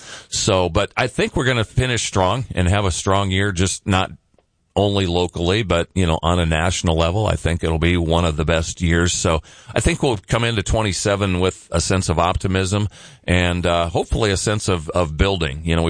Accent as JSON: {"language": "English", "region": "Nebraska", "country": "United States", "tie": "born or raised there", "said": "Well, and I grew up in the Omaha area in a little town, kind of the Lenox equivalent, you know, in terms of distance from Omaha."}